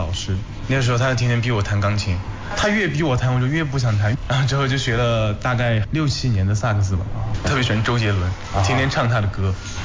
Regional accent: Shifang, Sichuan, China; 我们那边还有就是北川、延竹的学生都有

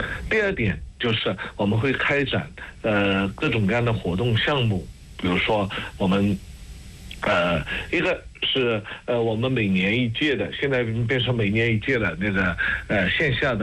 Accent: China; 我们中国人口的基数大

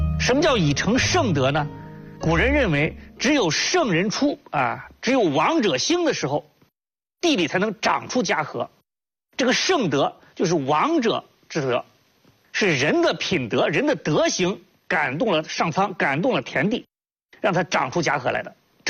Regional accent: China; 我们中国人呢啊，因为长期的食用素

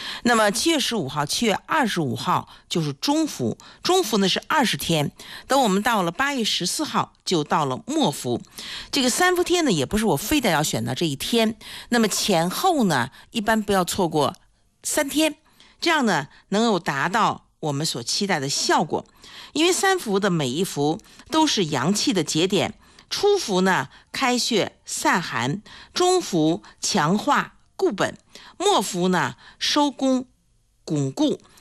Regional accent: China

